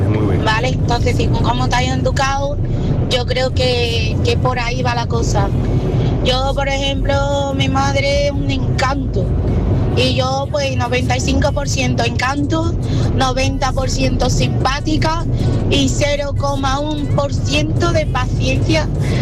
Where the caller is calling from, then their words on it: Seville, Andalusia, Spain; Buenos días … de Sevilla.